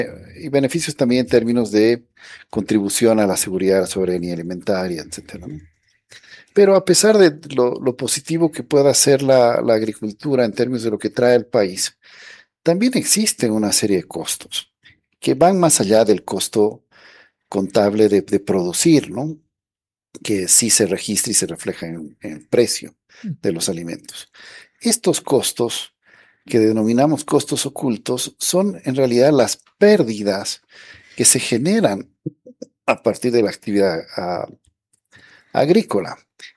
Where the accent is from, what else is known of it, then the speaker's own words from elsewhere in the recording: Bolivia; Como bolivianos, como sociedad.